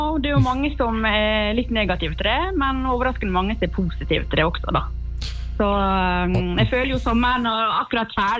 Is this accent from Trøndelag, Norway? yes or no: no; Ålesund, Møre og Romsdal, Norway; accent: Sunnmøre dialect; Jeg er oppvokst på Ellingsøya utenfor Ålesund.